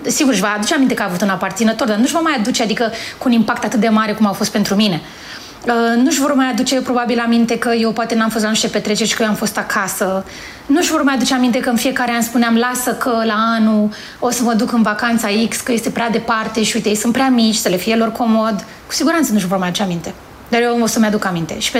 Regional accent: Bogați, Romania; la noi acolo în spate, la Bogați, unde am crescut, adică în Ozana

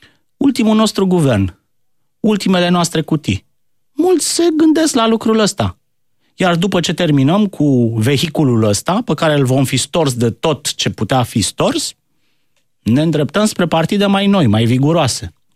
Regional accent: Romania; Sunt români. Sunt români. Noi nu prea avem coeziune de grup.

